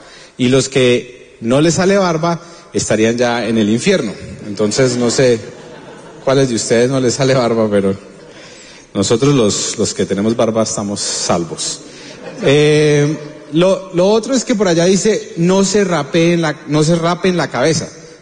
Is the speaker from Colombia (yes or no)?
yes; Colombia